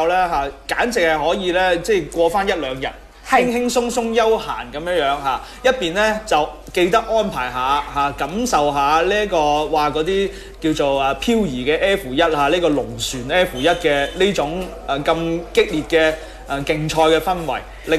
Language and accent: Cantonese; Guangzhou, Guangdong, China; now in Foshan, China; 我係廣州人嚟嘅。